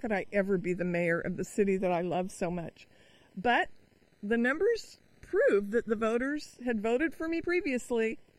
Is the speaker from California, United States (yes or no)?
yes; Modesto, California, United States; I was born in Modesto. I was raised in Modesto. My husband and I graduated from high school, went away to college and professional school, and came back to Modesto to serve. We raised our 6 children in Modesto.